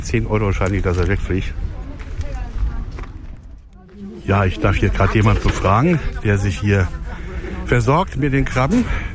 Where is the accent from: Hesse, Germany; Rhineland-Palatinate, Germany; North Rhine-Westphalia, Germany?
Hesse, Germany; Bad Soden; ja, wir sind aus Offenbach, ja, ich bin aus Bad Soden.